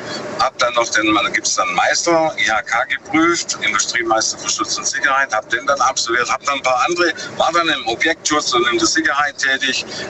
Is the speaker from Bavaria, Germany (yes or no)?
no; Lenningen, Baden-Württemberg, Germany; Ich bin aus Lenningen. Lenningen? Das Lenninger Tal, Kirchheim, ja, Kirchheim-Teck.